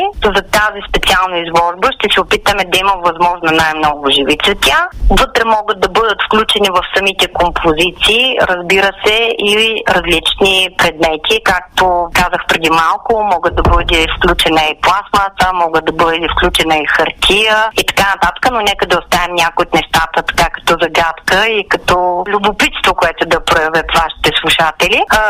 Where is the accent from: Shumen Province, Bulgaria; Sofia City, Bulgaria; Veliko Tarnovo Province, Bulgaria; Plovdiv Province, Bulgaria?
Veliko Tarnovo Province, Bulgaria; Veliko Tarnovo; в моя роден град Търново